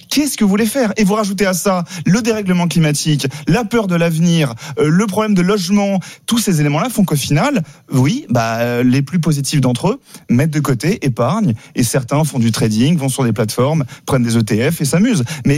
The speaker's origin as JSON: {"language": "French", "country": "France", "said": "Rappelons-nous que nous sommes français"}